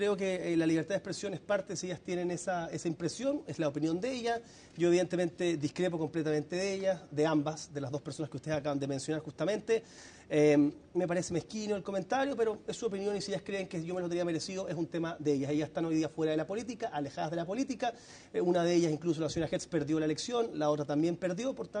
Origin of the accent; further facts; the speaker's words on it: Chile; Obviamente como chileno creo que los aranceles nos perjudican a nosotros y perjudican a otras economías pequeñas.